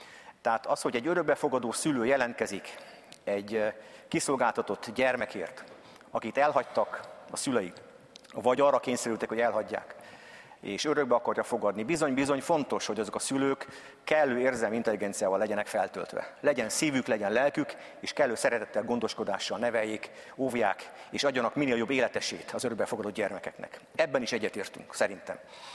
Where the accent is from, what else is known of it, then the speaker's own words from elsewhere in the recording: Budapest, Hungary; én Csepelen nőttem föl, tehát ott jártam általános iskolában, akkor a gyerekkoromban fölkerültek a szüleim Budapestre, Csepelre